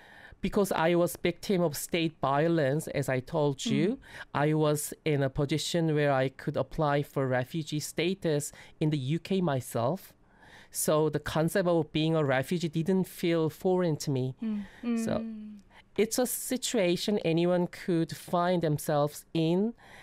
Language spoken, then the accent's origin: English; Jeju, South Korea; my hometown Jeju